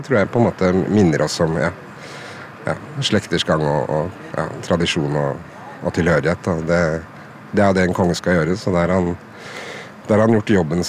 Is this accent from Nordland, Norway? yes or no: no; Oslo, Norway; Men konkrete minner så er det selvfølgelig at jeg er fra Oslo, så jeg har gått i barnetog og sånne ting og vinket til kongen mange ganger. Så det er jo sterkt for oss i Oslo